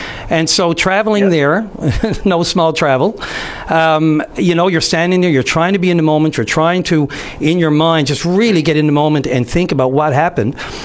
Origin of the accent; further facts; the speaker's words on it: St. John's, Newfoundland and Labrador, Canada; In the west end of St. John's, down by Barring Park.